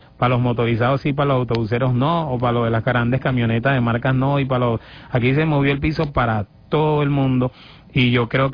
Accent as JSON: {"language": "Spanish", "country": "Venezuela", "said": "demostrar lo que realmente somos como venezolanos."}